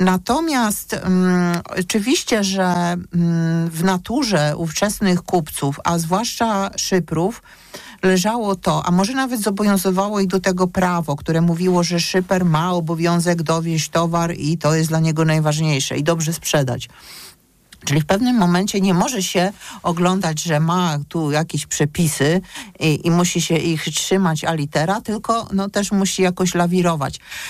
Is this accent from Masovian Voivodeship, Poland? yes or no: no; Gdańsk, Pomeranian Voivodeship, Poland; nie dlatego, że jestem z Gdańska